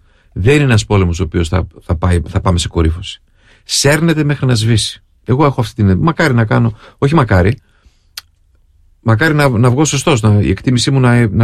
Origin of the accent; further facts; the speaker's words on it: Greece; είδε ότι είμαι Έλληνας